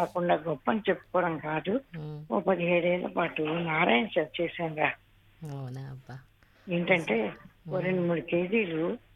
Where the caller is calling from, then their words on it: Visakhapatnam, Andhra Pradesh, India; నేను విశాఖపట్నం నుంచి చేస్తున్నాను.